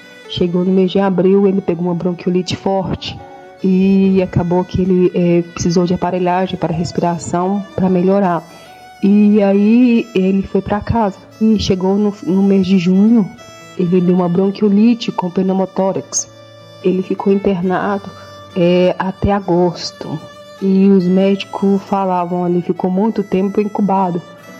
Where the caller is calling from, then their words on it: Belo Horizonte, Minas Gerais, Brazil; sou aqui de Belo Horizonte.